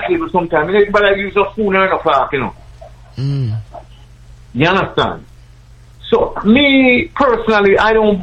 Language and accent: English; Jamaica; I'm a Jamaican man.